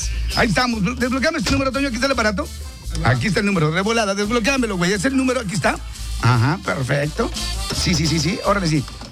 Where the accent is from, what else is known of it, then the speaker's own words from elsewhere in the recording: Guadalupe, Nuevo León, Mexico; born there; also born or lived in Colonia Independencia, Monterrey; crecí y nací en la Indepe. Y luego me vine para la huerta, Toñito. Ahí en la huerta, en Guadalupe, a un lado de Ferrer de Guadalupe. Ese es mi barrio.